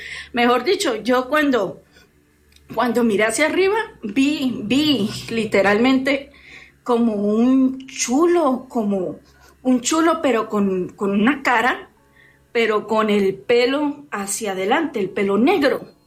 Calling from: Cúcuta, Norte de Santander, Colombia

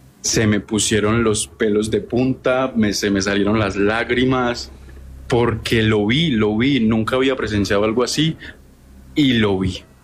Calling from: Manizales, Caldas, Colombia; Yo vivo en Manizales.

